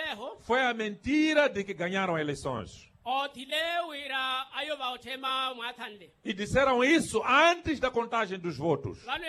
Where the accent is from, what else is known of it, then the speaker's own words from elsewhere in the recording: Mozambique; o que nós fizemos como moçambicano durante esses 51